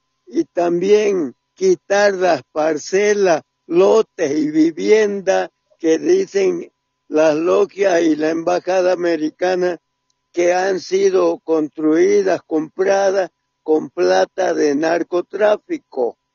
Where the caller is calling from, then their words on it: Cochabamba, Bolivia; Buenas tardes, de Cochabamba.